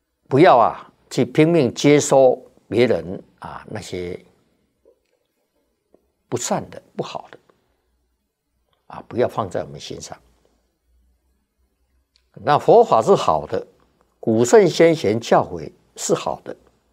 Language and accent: Chinese; China